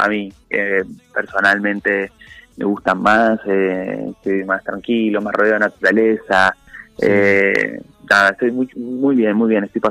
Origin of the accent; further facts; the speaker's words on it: Buenos Aires, Argentina; now in Córdoba, Argentina; Sí, no, hace un tiempito no vivo en Buenos Aires, me vine a vivir a Córdoba.